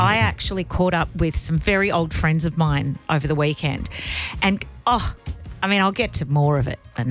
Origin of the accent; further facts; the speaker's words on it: Sydney, New South Wales, Australia; we got chatting about where we grew up in Southwest Sydney.